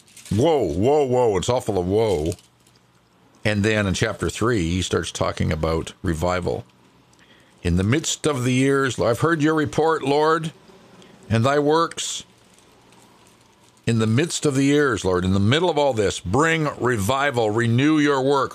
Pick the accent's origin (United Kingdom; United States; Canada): Canada; London, Ontario; And, of course, London is my hometown. That's where I was born and raised. Born and raised in London, Ontario.